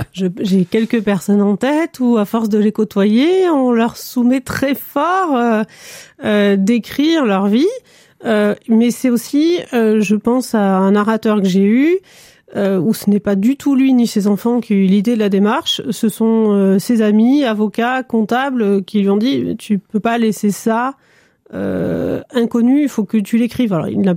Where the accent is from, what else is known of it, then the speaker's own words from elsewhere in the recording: Brive-la-Gaillarde, Nouvelle-Aquitaine, France; now in Limoges, France; je suis biographe, on en reparlera après. Et je suis originaire de Brive et je vis et exerce à Limoges.